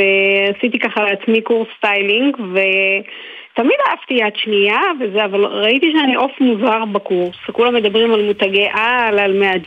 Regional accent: Northern District, Israel; באזור הצפון ממנו אני באה

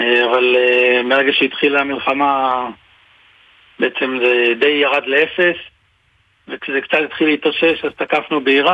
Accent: Ne'ot Golan, Northern District, Israel; אבל אני גדלתי פה, אז זה גם לא כזה פייר.

